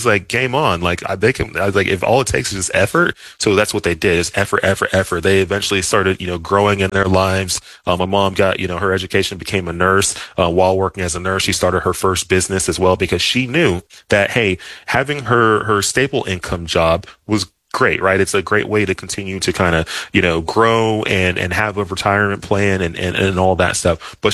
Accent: Dallas, Texas, United States; So anyways, I grew up in Dallas, Texas. Both of my parents immigrated from Nigeria to the U.S. In the early 80s.

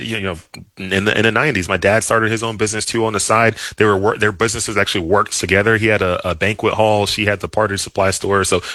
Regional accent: Dallas, Texas, United States; So anyways, I grew up in Dallas, Texas. Both of my parents immigrated from Nigeria to the U.S. In the early 80s.

